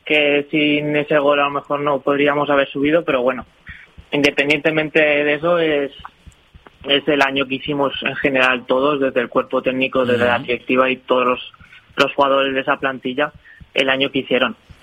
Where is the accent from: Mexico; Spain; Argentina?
Spain; Vilafamés, Valencian Community; empecé con el Villafamés, que es mi pueblo